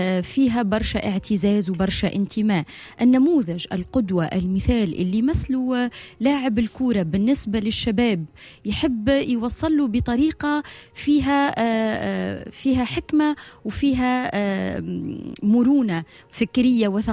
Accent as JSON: {"language": "Arabic", "country": "Tunisia", "said": "احنا توانسة"}